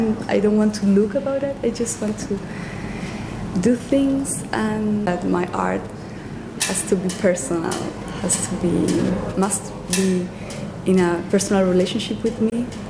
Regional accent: Santiago, Chile; English is a second language; moved away as an adult; also born or lived in Valdivia; now in London, United Kingdom; I'm from Chile, and I'm here in London from just 4 months ago. I'm studying now the Master in Fine Arts, which I chose. So it's my first time here, but all my life I live in Chile.

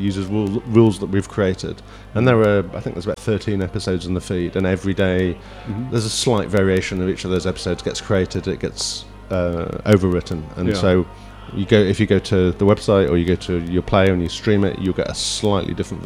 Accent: United Kingdom; now in Vancouver, Canada; I'm a British audio producer and musician based in Vancouver, Canada.

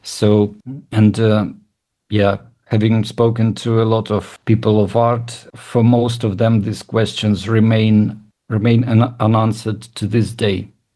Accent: Kharkiv, Kharkiv Oblast, Ukraine; moved away as an adult; now in Wrocław, Poland; We're both from Kharkiv, and we are quite old friends and close friends as well. We came almost together to Wrocław, and we are both living here now.

